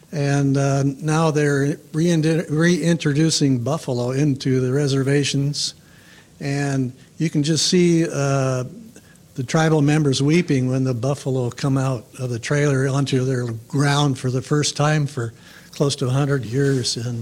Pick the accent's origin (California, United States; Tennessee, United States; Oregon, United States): Oregon, United States; Canby; Yeah, I'm from Canby, Oregon, just south of Portland.